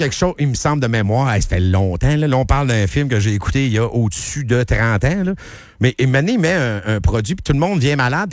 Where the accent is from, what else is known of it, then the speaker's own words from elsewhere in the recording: Quebec, Canada; parce qu'on est américain.